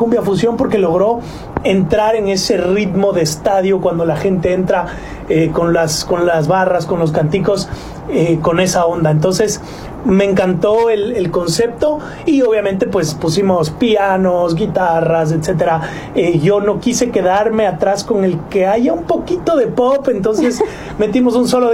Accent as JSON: {"language": "Spanish", "country": "Ecuador", "said": "vengo desde la mitad del mundo a recibir este premio por Ecuador"}